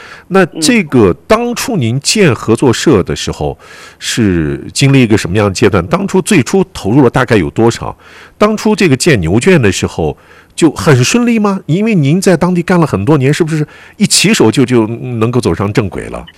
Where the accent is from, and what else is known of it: Xinjiang, China